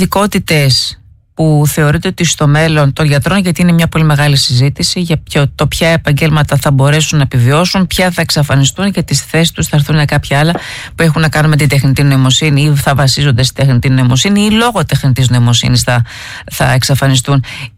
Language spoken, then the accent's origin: Greek; Tinos, South Aegean, Greece; Είμαι κυκλαδίτισσα, είμαι Τηνιακή, όχι, δεν είμαι καθόλου από τα μέρη αυτά